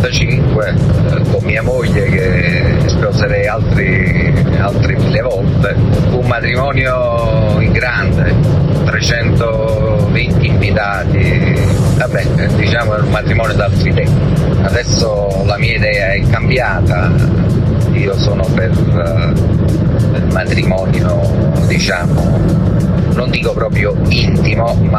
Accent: Caserta, Campania, Italy; now in Rome, Italy; sono di Caserta, però ormai vivo a Roma da tanti anni.

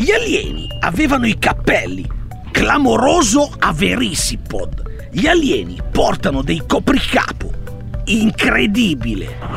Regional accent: Varese, Lombardy, Italy; Che io sono di Varese, non conosco i riti tribali.

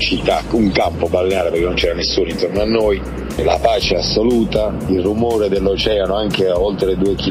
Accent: Uruguay; now in Castelcivita, Italy; Io sono nativo dell'Uruguay e mi ricorda quando stavamo fuori da Montevideo in una città balneare, più che città, un campo balneare perché non c'era nessuno intorno a noi.

